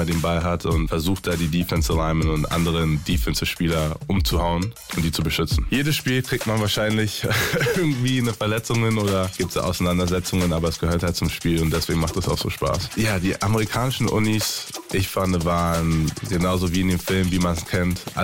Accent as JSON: {"language": "German", "region": "Berlin", "country": "Germany", "tie": "born or raised there", "lives_now": "Texas, United States", "said": "bin in Berlin aufgewachsen, lebe jetzt in Texas, aber spiele in Washington D.C. bei den Commanders Football"}